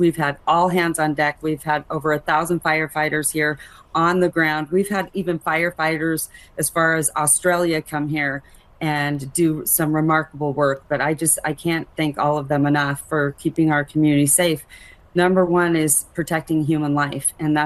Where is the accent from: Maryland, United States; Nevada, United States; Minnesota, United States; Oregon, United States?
Nevada, United States; Reno; I was born and raised here in Reno, and I have never seen anything of this magnitude.